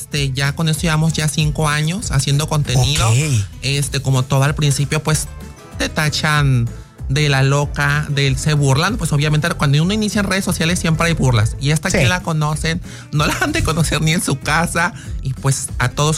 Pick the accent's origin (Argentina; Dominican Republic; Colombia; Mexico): Mexico; Veracruz; born there; en el lugar que yo nací, aquí en el puerto de Veracruz, y en donde yo nací